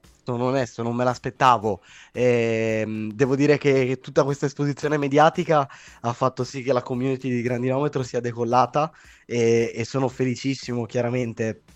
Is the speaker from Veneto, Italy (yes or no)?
yes; Veneto, Italy; Sono del Padovano, sì.